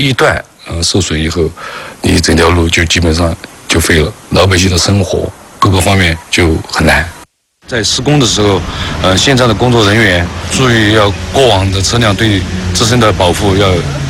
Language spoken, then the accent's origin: Chinese; Baoxing, Sichuan, China; 因为我的老家是在宝兴的姚集乡，一天两天都到不了。